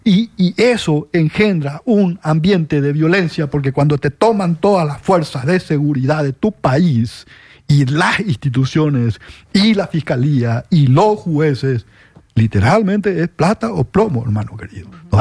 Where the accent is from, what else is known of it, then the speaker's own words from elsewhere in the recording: Paraguay; lo que muchos no estamos viendo como paraguayos